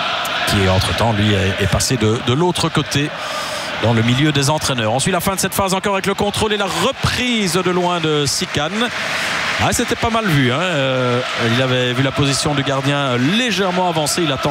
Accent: France; Comme je suis français, ben à la française c'est … Comme je suis d'origine italienne, on peut dire

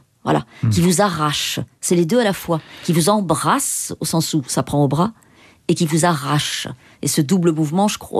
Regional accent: Auvergne-Rhône-Alpes, France; born or raised there

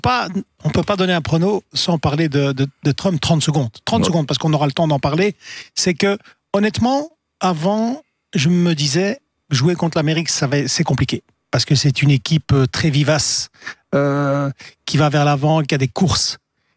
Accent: Belgium; On est belge d'origine africaine

